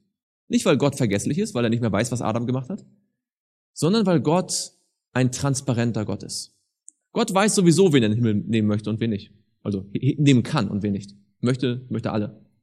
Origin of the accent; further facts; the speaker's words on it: Rostock, Mecklenburg-Vorpommern, Germany; born there; Also ich bin in Rostock geboren.